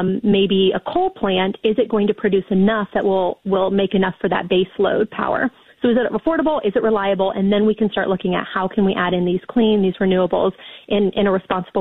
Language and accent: English; Ohio, United States